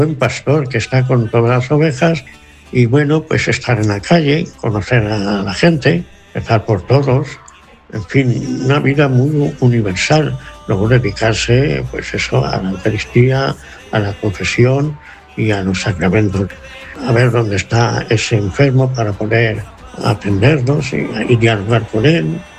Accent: Fuente el Fresno, Castilla-La Mancha, Spain; moved away as an adult; also born or lived in Villarrubia de los Ojos / San Lorenzo de Calatrava; soy de Fuente del Fresno y nací en el año 1939.

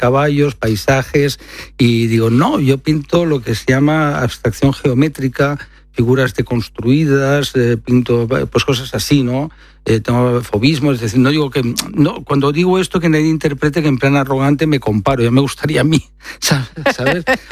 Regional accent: Barcelona, Catalonia, Spain; born or raised there

